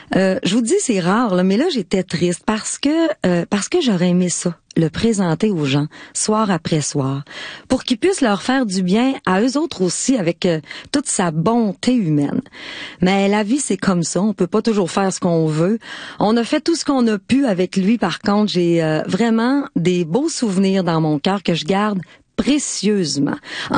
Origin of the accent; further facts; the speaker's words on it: Dolbeau-Mistassini, Quebec, Canada; Un spectacle qu'on a fait à Dolbo Mistassini dans mon patelin.